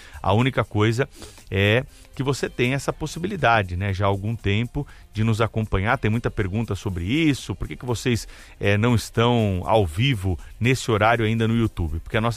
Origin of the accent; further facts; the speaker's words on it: Mogi Mirim, São Paulo, Brazil; o Timóteo, nosso ouvinte hoje vai para Mogi Mirim, minha terra natal aí, interior do estado de São Paulo, hein?